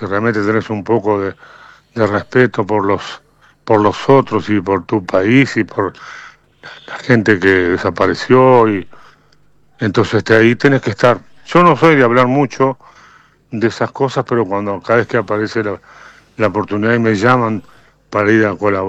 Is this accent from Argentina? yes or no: no; Uruguay; soy latino uruguayo de un país pequeño